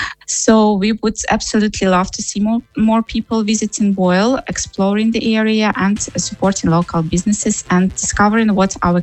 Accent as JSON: {"language": "English", "country": "Ukraine", "second_language": "English", "moved": "as an adult", "lives_now": "Ireland", "said": "I'm originally from Ukraine. I came to Ireland in May 2022 because of the war in Ukraine. I had basic English"}